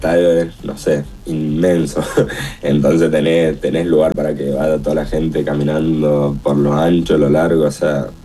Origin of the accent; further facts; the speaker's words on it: General Alvear, Argentina; yo soy de General Alvear en realidad.